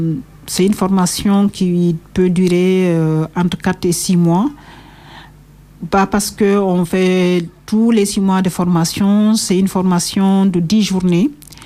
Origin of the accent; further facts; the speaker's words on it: Guinea; nous sommes originaires de Guinée.